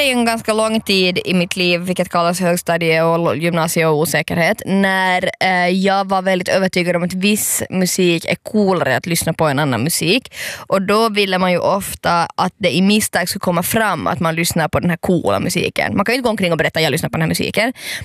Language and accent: Swedish; Ostrobothnia, Finland; jag växte upp i Österbotten.